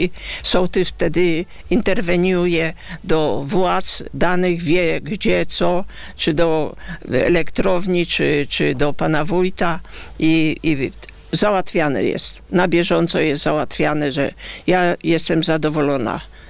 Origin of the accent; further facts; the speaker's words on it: Wicko, Pomeranian Voivodeship, Poland; u nas we Wicku czekamy, jest Gokis i naprawdę też się dużo rzeczy dzieje, różnych wieczorków i imprez.